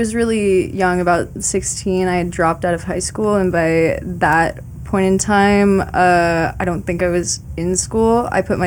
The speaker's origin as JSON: {"language": "English", "region": "Georgia", "country": "United States", "tie": "born or raised there", "moved": "yes", "said": "So I am originally from Georgia, so I'm a long way from home."}